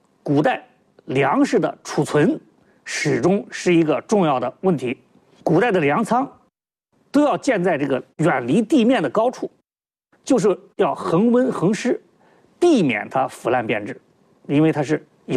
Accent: Henan, China; 如果朋友们到我们河南去旅游或者去访问啊

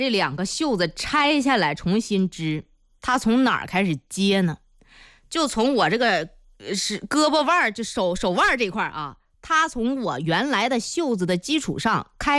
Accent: Meishan, Sichuan, China; moved away; 我们老家眉山

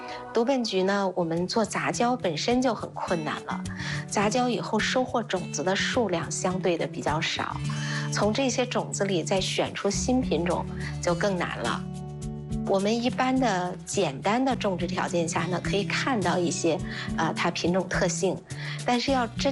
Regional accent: China; 我们中国人

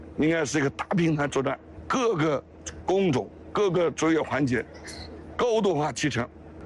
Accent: Nantong, Jiangsu, China; 也是我们南通人对中国制造 向海投江的贡献

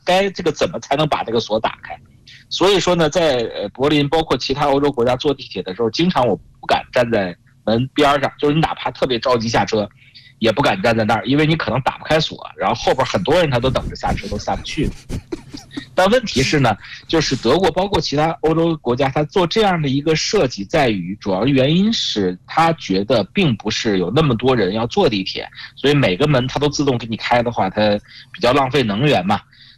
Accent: China

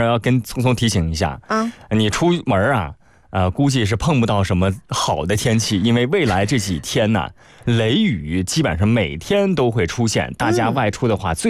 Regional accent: Shandong, China; now in Guangdong, China; 我们老家山东啊

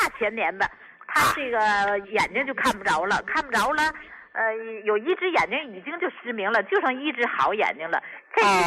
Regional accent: Qinhuangdao, Hebei, China; 胡老，我呀就想跟您说一下，我是秦皇岛人。

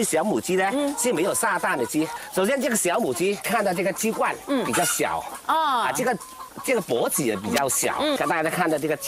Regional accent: Guangdong, China; 我们广东人本地人说吧就是菊花心

